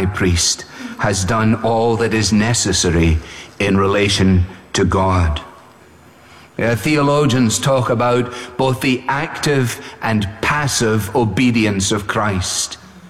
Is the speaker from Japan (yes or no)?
no; Scotland, United Kingdom